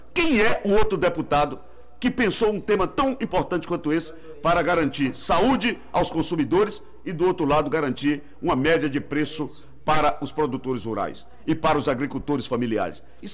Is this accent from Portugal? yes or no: no; Ilhéus, Bahia, Brazil; eu sou oriundo da área rural, nasci aqui em Banco Central, depois fui para a cidade de Ilhéus para estudar.